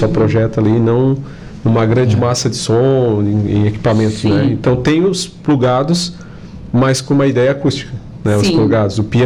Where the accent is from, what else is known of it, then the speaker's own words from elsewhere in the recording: Criciúma, Santa Catarina, Brazil; Eu sou de Criciúma.